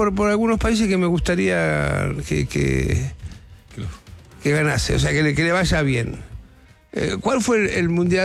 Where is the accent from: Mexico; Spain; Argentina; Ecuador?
Argentina; siendo argentino